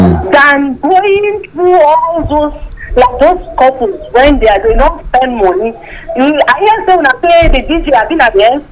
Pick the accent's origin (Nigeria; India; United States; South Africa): Nigeria; You know, we Nigerians